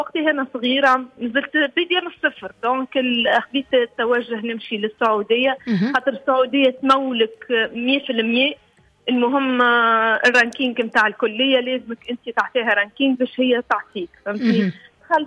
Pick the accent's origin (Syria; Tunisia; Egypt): Tunisia; Sahline, Monastir Governorate; born there; also born or lived in Kairouan / Ouardanine; عشت سنوات طفولتي غادي، ومن بعدي انتقلنا للمسير وعشت في الوردانين، وبعد طوي استقرار تقريبا أكثر من 20 سنة في الساحلين بالضبط، و طول للطو معناتها نعيش فيها. وقريت في كما قلت لك القروين الوردانيين والساحلين، تخرجت من ليسي الساحلين